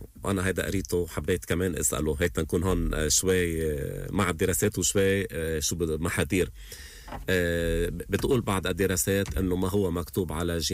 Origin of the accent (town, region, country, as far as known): Lebanon